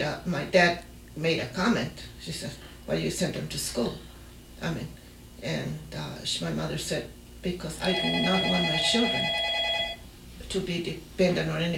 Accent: San Antonio, Texas, United States; born there; Yes, I was born in San Antonio, Texas.

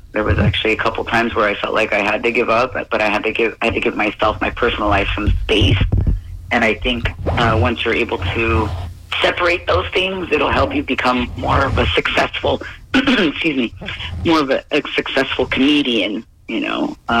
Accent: San Jose, California, United States; also born or lived in Japan; I am actually born in Japan, but I am Filipino, raised in San Jose. So I'm not a native, but I do love San Jose.

